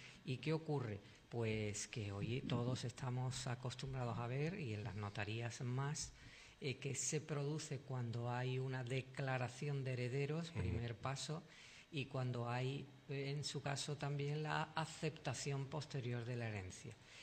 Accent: Andalusia, Spain; siendo andaluz

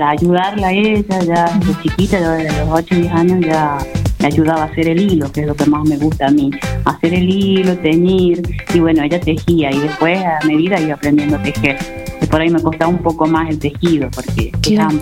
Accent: Laguna Blanca, Catamarca, Argentina; moved away as an adult; Laguna Blanca pertenece a Belén. Bueno, yo nací y me crié aquí en Laguna Blanca hasta que tuve 18 años, 20, me vine acá a la ciudad

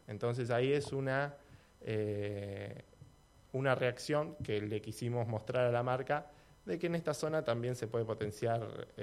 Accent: San Clemente del Tuyú, Buenos Aires Province, Argentina; born there; moved away as an adult; also born or lived in Mar del Plata; now in Río Negro, Argentina; En realidad yo soy de San Clemente del Tuyú, nacido. Después estudié en Mar del Plata. No terminé la carrera, pero estudié licenciatura en Administración en Mar del Plata.

